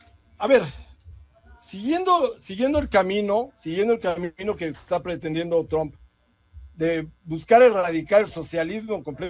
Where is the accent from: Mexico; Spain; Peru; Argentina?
Mexico